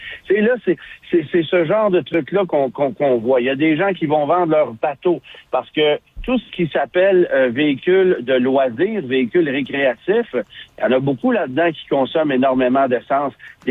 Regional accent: Quebec, Canada; chez nous au Québec

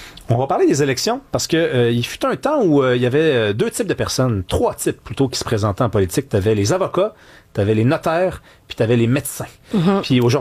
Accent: Montreal, Quebec, Canada; Moi, je suis né dans NDG, j'ai grandi dans NDG

